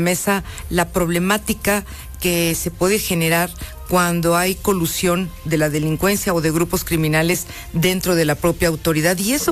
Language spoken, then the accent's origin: Spanish; Teziutlán, Puebla, Mexico; Y mira que yo soy de Teciutlán, soy teciuteca